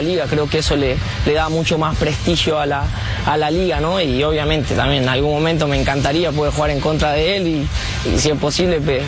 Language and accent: Spanish; Argentina; moved away